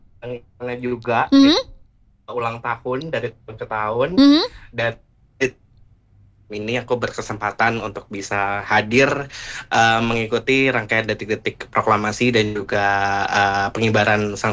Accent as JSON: {"language": "Indonesian", "region": "Java", "country": "Indonesia", "said": "kebetulan karena aku orang Jawa, dan aku suka banget pakai beskap karena terlihat elegan."}